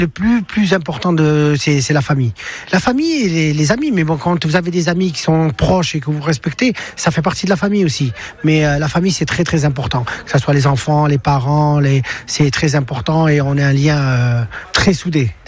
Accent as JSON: {"language": "French", "country": "France", "said": "je suis comme tout le monde, je suis français, citoyen"}